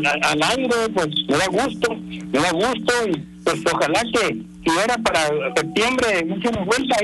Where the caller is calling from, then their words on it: San Luis Río Colorado, Sonora, Mexico; te estoy llamando de San Luis Río Colorado, Sonora.